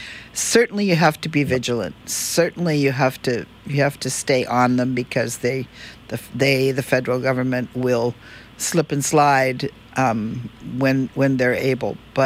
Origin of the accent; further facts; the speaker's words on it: Kaneohe, Hawaii, United States; born there; I was born in Kaneohe